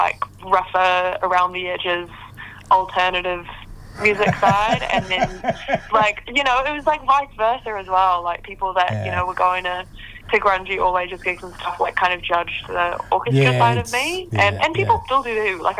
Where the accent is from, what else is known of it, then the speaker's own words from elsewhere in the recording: Auckland, New Zealand; also born or lived in Wellington; I'm from Auckland and based in Auckland.